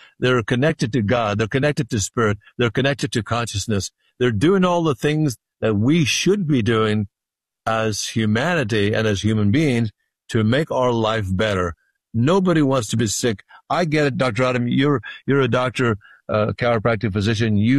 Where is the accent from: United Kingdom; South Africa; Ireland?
Ireland; now in California, United States; People talk a good talk out here in California, because I come from Ireland. We say in Ireland, he's full of blarney